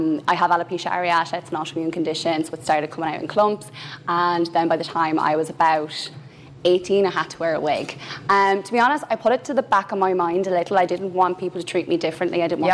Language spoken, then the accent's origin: English; Ireland; as Irish people, particularly Irish women